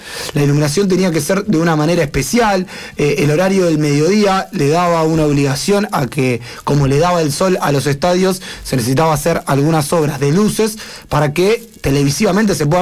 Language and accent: Spanish; Argentina; nosotros como argentinos